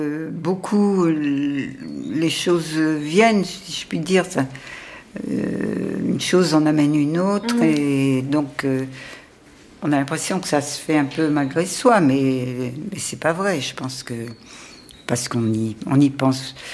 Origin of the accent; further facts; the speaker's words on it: Berck, Hauts-de-France, France; Moi, je suis née pendant la guerre, tout était détruit autour de moi. Je suis née à Berck, et c'est les Anglais d'ailleurs qui bombardaient et qui ont cassé tout. Je vivais quand j'étais petite, au milieu des ruines, au milieu des mines